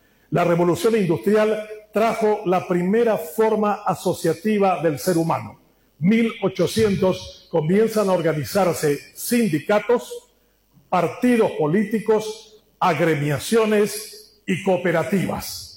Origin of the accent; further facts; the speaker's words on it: Paraguay; De la única revolución de la que somos contemporáneos los paraguayos